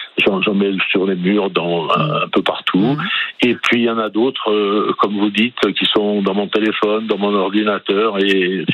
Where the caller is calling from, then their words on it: Corsica, France; je suis en Corse